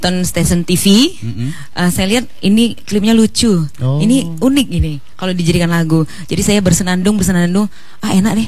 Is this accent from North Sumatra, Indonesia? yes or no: yes; Medan, North Sumatra, Indonesia; born there; saya yang sudah lahir sebenarnya di Medan, tapi saya sangat mencintai suku Pak-Pak.